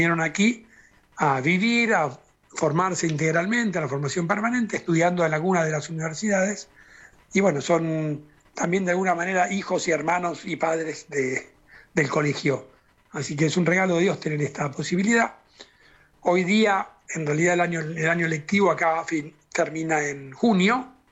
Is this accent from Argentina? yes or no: yes; Morón, Buenos Aires Province, Argentina; moved away as an adult; now in Rome, Italy; yo soy de Morón